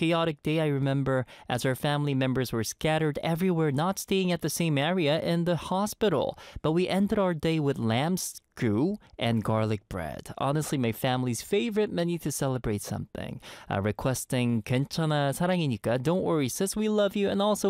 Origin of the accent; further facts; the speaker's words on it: Montreal, Quebec, Canada; moved away; my home back in Montreal.